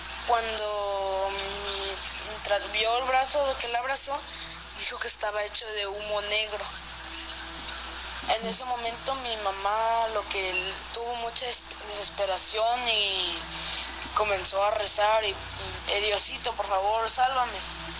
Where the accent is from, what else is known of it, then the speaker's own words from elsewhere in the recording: Coatzacoalcos, Veracruz, Mexico; soy de Coatzacoalcos, Veracruz.